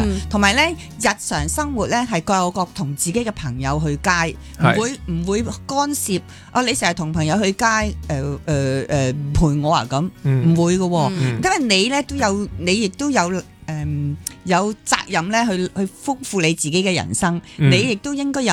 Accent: Hong Kong

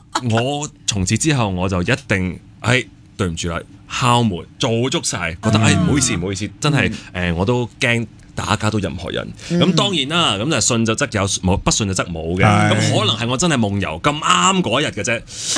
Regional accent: Canada; moved away; 我细个喺加拿大长大咧

